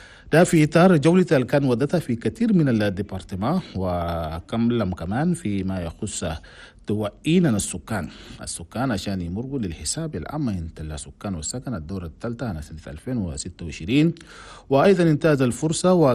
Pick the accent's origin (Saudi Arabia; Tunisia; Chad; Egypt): Chad; أنا بلدنا تشاد